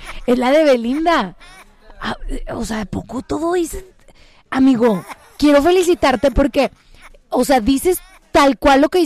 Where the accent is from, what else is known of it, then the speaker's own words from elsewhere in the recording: Puerto Rico; Porque soy puertorriqueña, ya tú sabes.